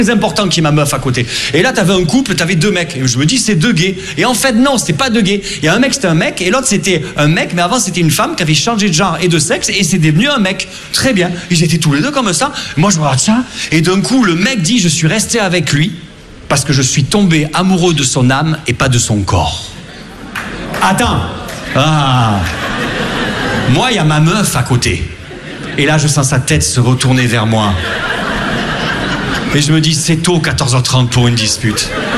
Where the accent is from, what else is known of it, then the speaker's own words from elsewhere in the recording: Perpignan, Occitanie, France; Nous, moi, je viens de Perpignan.